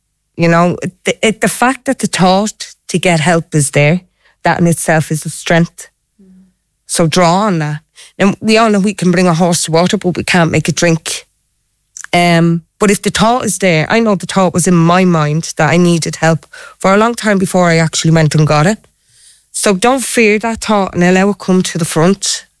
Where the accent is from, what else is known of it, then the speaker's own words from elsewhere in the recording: Leinster, Ireland; I'm from Knocklade.